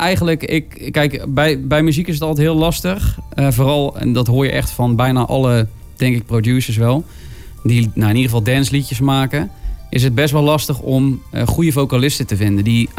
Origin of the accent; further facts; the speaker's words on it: Bergen op Zoom, North Brabant, Netherlands; Maar ik kom uit Berg op Zoom. Dus de Bergenaren onder ons, die snappen precies wat ik bedoel.